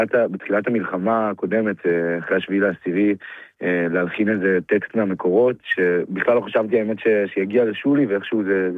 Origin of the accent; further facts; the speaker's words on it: Jerusalem, Jerusalem District, Israel; אני גדלתי בבית דתי, גדלתי בבית דתי לאומי בירושלים. היום אני באיזשהו חיפוש קצת שונה, אבל אני עדיין שומר מסורת, מסתובב עם כיפה, כן.